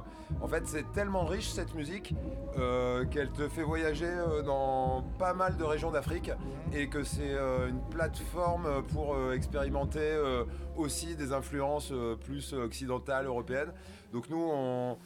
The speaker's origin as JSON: {"language": "French", "town": "Toulouse", "region": "Occitanie", "country": "France", "said": "Voilà. Bon. Tolosa."}